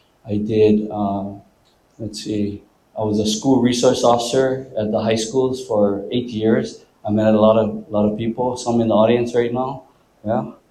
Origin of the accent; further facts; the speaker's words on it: Hilo, Hawaii, United States; moved away as an adult; now in Kauai, United States; I tell you a little bit about myself. I'm born and raised in Hilo. I came here in the late, 1998.